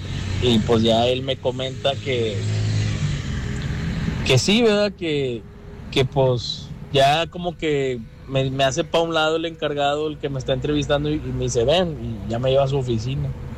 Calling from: Guadalupe, Nuevo León, Mexico; Yo soy del municipio de Guadalupe, Nuevo León.

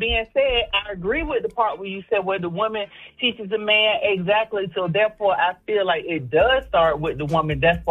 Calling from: Virginia Beach, Virginia, United States; … from Virginia Beach.

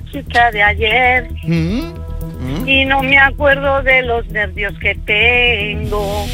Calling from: Santa Pola, Valencian Community, Spain; Desde Alicante, Santa Pola.

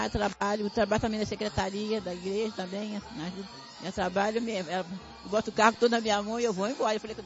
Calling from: Nova Iguaçu, Rio de Janeiro, Brazil; eu venho de Nova Iguaçu.

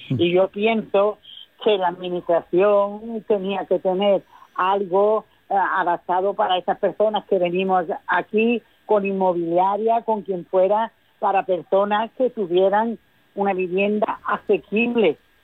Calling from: Medina Sidonia, Andalusia, Spain; nosotros venimos de Medina Sidonia.

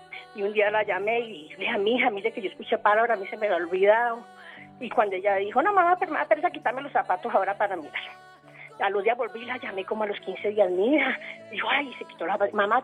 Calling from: Soacha, Cundinamarca, Colombia; Estoy en Soacha.

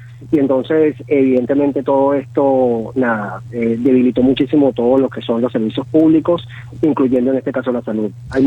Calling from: Caracas, Capital District, Venezuela; Yo vivo en San Martín, en Caracas.

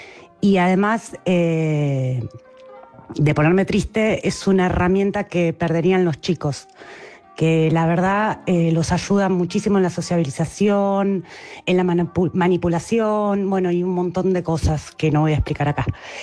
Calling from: Quilmes, Buenos Aires Province, Argentina; soy de Quilmes y soy maestra jardinera y pastelera.

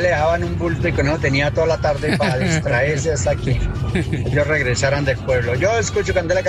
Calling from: Bogotá, Colombia; por aquí por las calles de Bogotá.

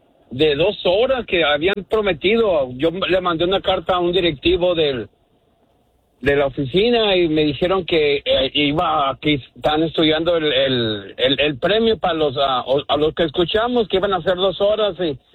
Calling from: Tijuana, Baja California, Mexico; de Tijuana.

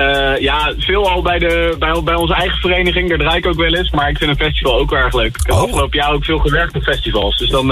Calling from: Delft, South Holland, Netherlands; Ik kom uit Delft.

